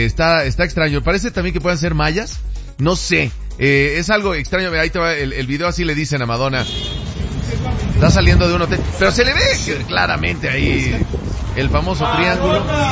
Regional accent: Mexico; siendo mexicanos

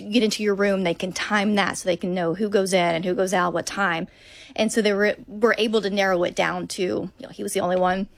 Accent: Arkansas, United States; somewhere like I grew up in Arkansas, so we're not

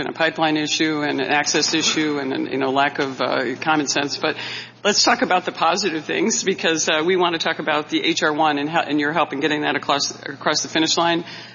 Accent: New York, United States; As a New Yorker who's very sensitive about energy prices and really bad energy policy that's driving up the costs in our state.

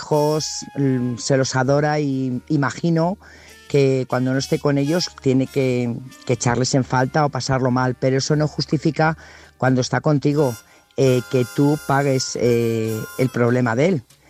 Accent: Burgos, Castile and León, Spain; corresponsal de Burgos

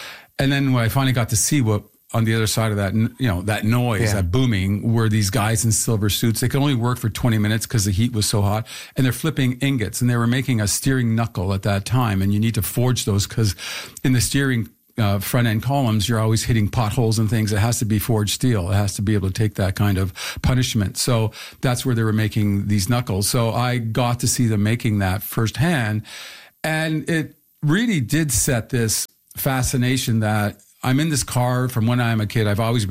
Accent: St. Catharines, Ontario, Canada; I was born in St. Catharines

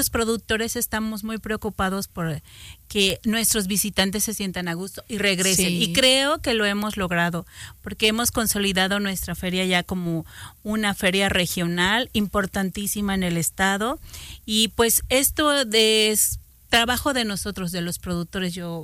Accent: Mexico; Queremos resaltar mucho la identidad como mexicanos

